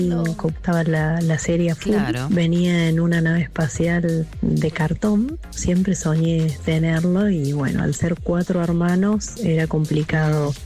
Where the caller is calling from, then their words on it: Embalse, Córdoba, Argentina; los escucho desde Embalse.